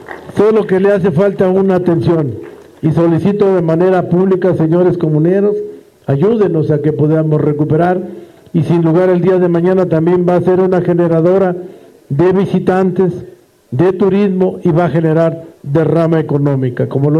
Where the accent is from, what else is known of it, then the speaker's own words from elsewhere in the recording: Texcoco, State of Mexico, Mexico; los que somos de Texcoco